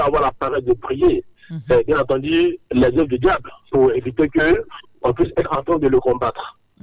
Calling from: Abidjan, Côte d’Ivoire; Yopougon.

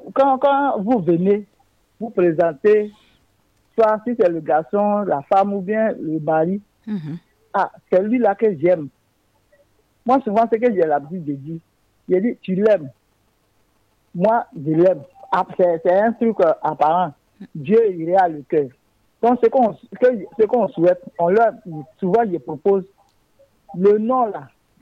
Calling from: Gagnoa, Gôh-Djiboua, Côte d’Ivoire; je suis à Gagnoua.

